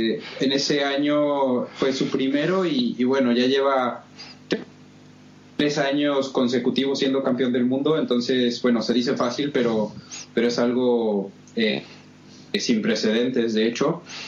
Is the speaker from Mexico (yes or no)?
yes; Mexico; moved away as an adult; now in Barcelona, Spain; yo soy de México